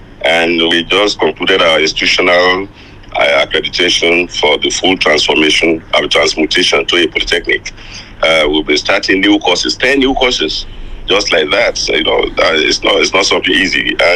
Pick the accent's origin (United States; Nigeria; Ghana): Nigeria; Ikoro Ekiti, Ekiti; starting from my own place, which is Ekiti Central, I'm from Ikoro Ekiti in the Ejiro local government.